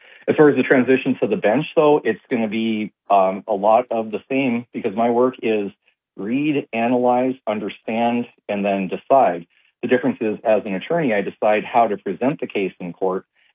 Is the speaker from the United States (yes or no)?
yes; Watford City, North Dakota, United States; moved away as an adult; also born or lived in Bismarck, North Dakota / Arizona / Virginia; I was born and raised in Watford City, went to high school here, graduated, went to UND undergrad, moved to Arizona for a bit, then went to law school at William & Mary in Virginia